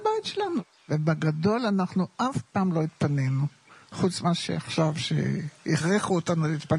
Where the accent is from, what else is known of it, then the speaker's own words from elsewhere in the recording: Rehovot, Central District, Israel; born there; moved away; also born or lived in Kibbutz Nahal Oz; אני ילידת 1935, ינואר. אני ילידת רחובות